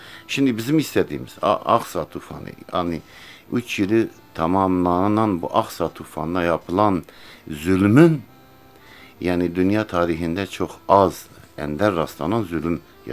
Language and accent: Turkish; Diyarbakır, Diyarbakır Province, Turkey; Hüdapar Diyarbakır İl Başkanlığı'nı yapıyorum şu anda. Diyarbakırlıyım.